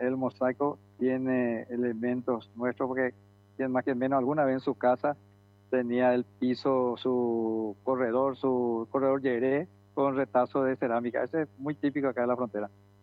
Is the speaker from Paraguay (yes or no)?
yes; Paraguay; como paraguayo a veces nos cuesta respetar las leyes y el sentido de convivencia